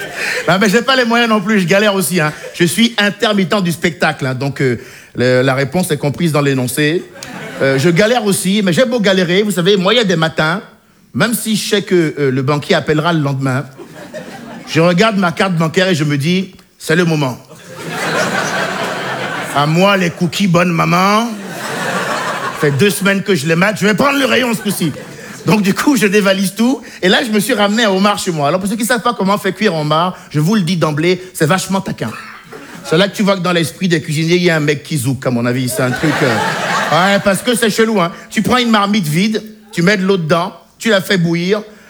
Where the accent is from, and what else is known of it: Benin; born or raised there